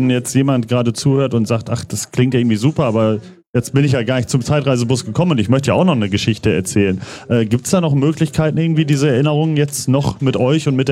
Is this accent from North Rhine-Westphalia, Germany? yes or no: yes; North Rhine-Westphalia, Germany; für mich als gebürtigen Münsterländer